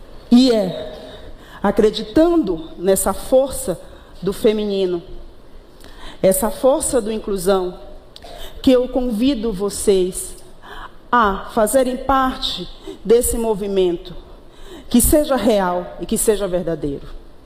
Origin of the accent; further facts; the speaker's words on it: Bahia, Brazil; moved away as an adult; now in Rio de Janeiro, Brazil; sobrevivi. Saí da Bahia com 20 reais e duas filhas para a cidade maravilhosa.